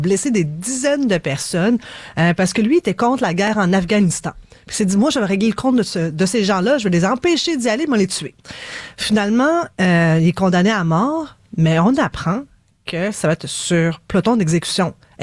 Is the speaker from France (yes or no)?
no; Canada; chez nous, au Canada